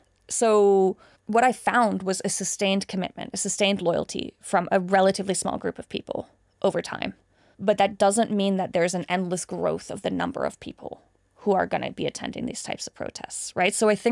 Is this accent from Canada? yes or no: no; Scotland, United Kingdom; as Scottish people